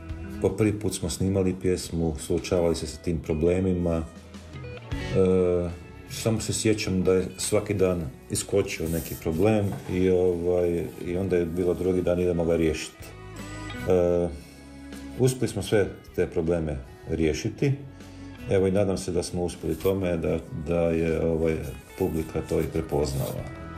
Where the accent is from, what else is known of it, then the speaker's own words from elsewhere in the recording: Velika Gorica, Zagreb County, Croatia; Znači, mi smo vatreni navijači iz Velike Gorice.